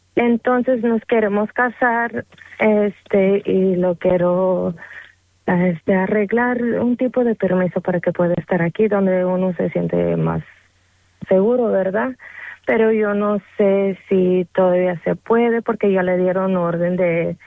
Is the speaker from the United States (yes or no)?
yes; United States; born there; Yo soy nacida aquí, yo soy americana